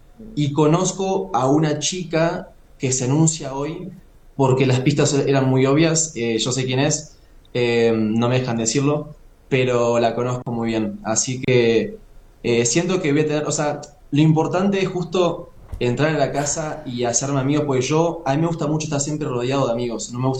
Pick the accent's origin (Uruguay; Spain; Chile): Uruguay; moved away as an adult; now in Mexico City, Mexico; Empecé en Uruguay, yo soy uruguayo.